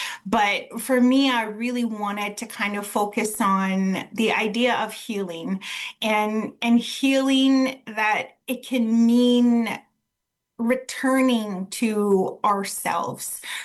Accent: Saskatchewan, Canada; I'm a Cree lady from up north. And my late dad was German, though, but I was always status and connected to Canoe Lake Cree Nation. So, and I was raised in Cree communities.

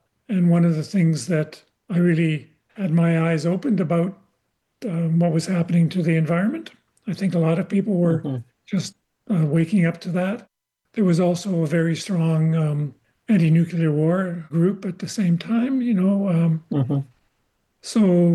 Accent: Toronto, Ontario, Canada; moved away as an adult; also born or lived in Regina, Saskatchewan / Vancouver, British Columbia / Okanagan, British Columbia; now in Victoria, Canada; In Victoria. I was born in Regina, grew up in Toronto, lived all my adult life in British Columbia, quite a bit in Vancouver, quite a bit in the interior in the Okanagan, and now Victoria. I live in the backyard of three of my grandchildren.

